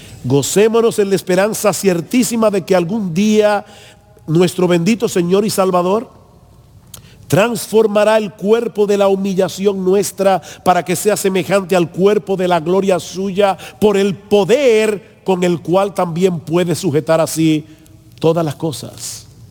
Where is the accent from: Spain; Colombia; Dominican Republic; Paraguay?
Dominican Republic; soy dominicano